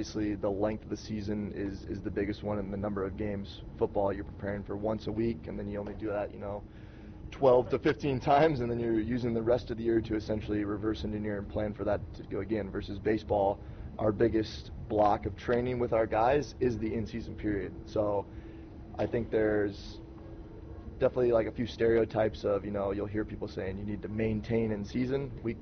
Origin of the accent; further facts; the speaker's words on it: Iowa, United States; I was able to land up in my home state. It's obviously a whole lot different from the DR, but it's good to be able to see my family a lot more.